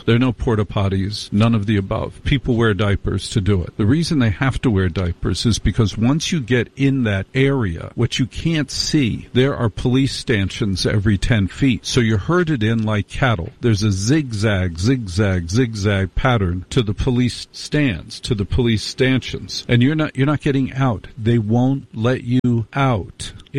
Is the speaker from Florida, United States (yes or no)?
no; New York City, New York, United States; By the way, as a New Yorker, let me suggest to you, I'm sure you've heard this before, that if you visit New York City, do not go to Times Square on New Year's Eve.